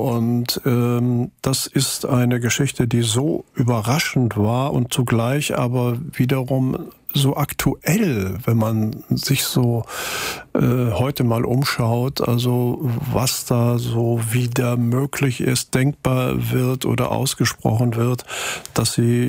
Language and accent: German; Hanover, Lower Saxony, Germany; Also ich bin in Hannover aufgewachsen, aber in den Ferien war ich immer auf dem Land.